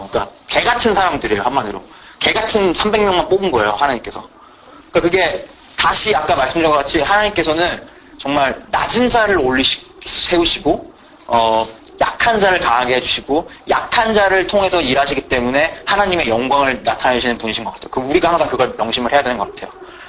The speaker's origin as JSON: {"language": "Korean", "region": "Seoul", "country": "South Korea", "tie": "born or raised there", "moved": "yes", "lives_now": "United States", "said": "저의 고향, 그러니까 그들의 고향과 저의 고향은 이제 서울이에요."}